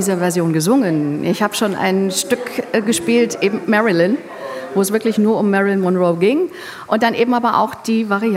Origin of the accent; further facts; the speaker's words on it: Kaiserslautern, Rhineland-Palatinate, Germany; born there; Ich wusste nicht, wie brisant dieser Ort ist, denn als dann das alte Pfalztheater im Zuge dieser Aushubarbeiten für die Mall abgerissen wurde und der Boden aufgemacht wurde, kam ja raus, da war eine Weltkriegsbombe. Also ich habe einen sehr brisanten Platz gehabt zum Aufwachsen.